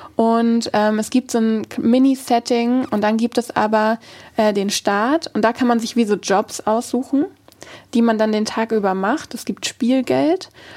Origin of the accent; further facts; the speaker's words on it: Hamburg, Germany; Ich bin so halb, vielleicht bin ich schon da an Hamburg aufgewachsen und so teilweise in Wilhelmsburg.